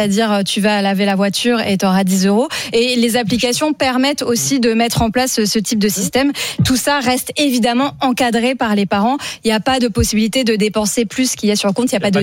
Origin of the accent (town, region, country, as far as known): Normandy, France